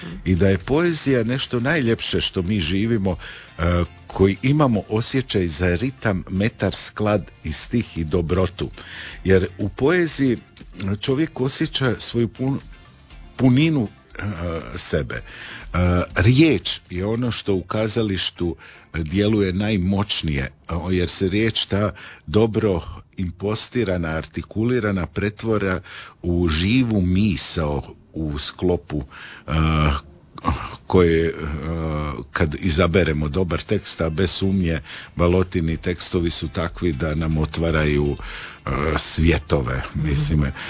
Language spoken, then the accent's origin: Croatian; Krnica, Istria County, Croatia; Ja sam iz Krnice.